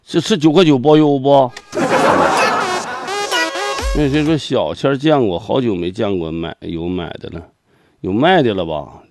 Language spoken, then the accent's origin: Chinese; Zhaodong, Heilongjiang, China; moved away; 我回我们老家吧，黑龙江省肇东市东发乡同发村同仁堂屯